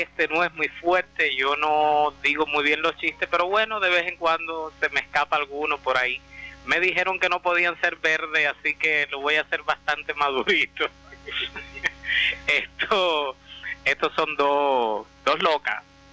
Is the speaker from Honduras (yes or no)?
no; Sagua la Grande, Villa Clara, Cuba; moved away as an adult; now in Miami, United States; Yo soy de Sagua, la Grande de las Villas